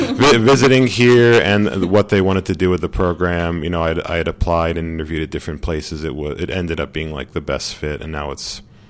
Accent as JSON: {"language": "English", "region": "Pennsylvania", "country": "United States", "said": "I'm from Pennsylvania originally"}